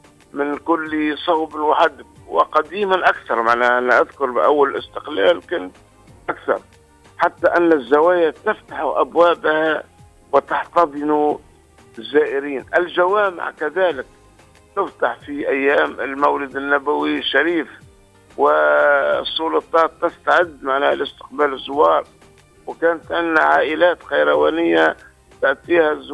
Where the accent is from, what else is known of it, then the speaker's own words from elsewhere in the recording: Tunisia; بلادنا تونس